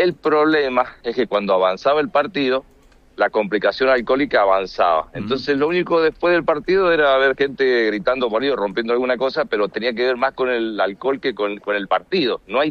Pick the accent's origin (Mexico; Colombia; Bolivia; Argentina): Argentina; Mirá, yo soy argentino, tengo camiseta